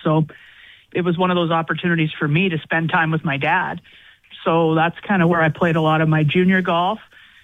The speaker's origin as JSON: {"language": "English", "town": "High River", "region": "Alberta", "country": "Canada", "tie": "born or raised there", "said": "Yeah, my start came from obviously being born and raised in High River."}